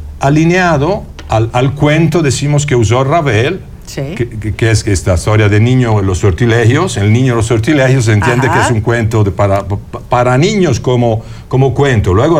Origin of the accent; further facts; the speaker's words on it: Italy; now in Mexico; nosotros vivimos, somos italianos, pero vivimos en México.